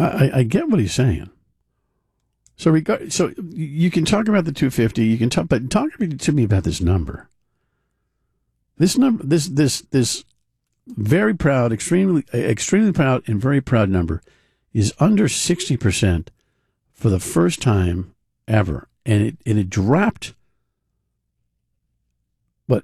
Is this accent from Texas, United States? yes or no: no; New York, United States; also born or lived in New Jersey; Listen, I've never bought Donald Trump's act from the time I was growing up in New York and New Jersey to the time to today.